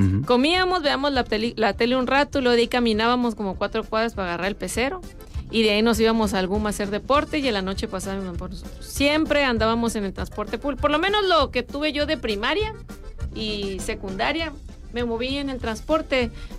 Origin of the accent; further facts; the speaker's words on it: Baja California Sur, Mexico; Yo soy una mujer, soy mamá, soy ingeniera, soy californiana.